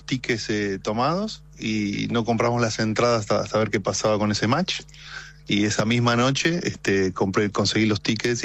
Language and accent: Spanish; Rosario, Santa Fe, Argentina; now in Switzerland